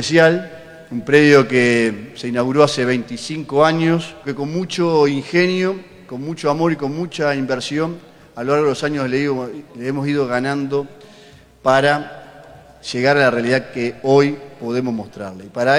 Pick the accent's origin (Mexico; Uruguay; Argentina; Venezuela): Uruguay; Canelones; Somos uruguayos, pero somos canarios, y para nosotros eso también es fuente de orgullo